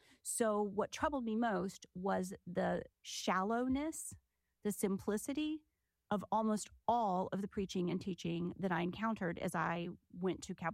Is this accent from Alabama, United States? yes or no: no; Texas, United States; moved away; as we might put it in Texas, I grew up in West Texas